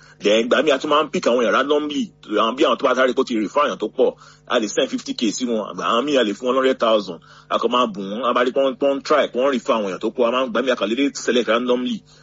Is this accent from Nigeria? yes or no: yes; Ibadan, Oyo, Nigeria; And I grew up in Ibadan.